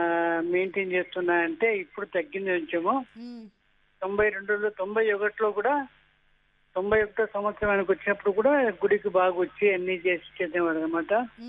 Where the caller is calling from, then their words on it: Hyderabad, Telangana, India; హైదరాబాద్ నుంచి.